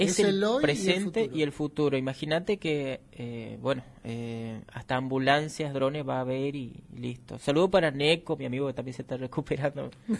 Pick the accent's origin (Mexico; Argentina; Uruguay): Argentina; Ingeniero Juárez, Formosa; moved away; Todos me preguntan, ¿soy de Formosa o de Salta? No, de Formosa soy, pero ¿por qué no hablas así con la cantadita del Paraguay? Y porque, bueno, nosotros tenemos, viste que nuestra cultura es salto-chaqueña, allá la del oeste. Y es bien dura como el quebracho nuestra tonada.